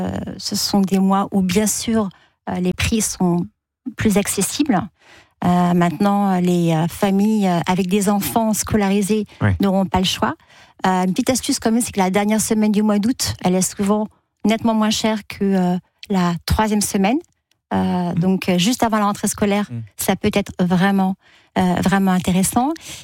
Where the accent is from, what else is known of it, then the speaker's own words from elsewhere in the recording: Brittany, France; je suis bretonne